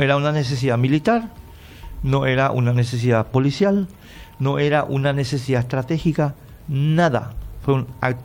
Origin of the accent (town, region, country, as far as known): Paraguay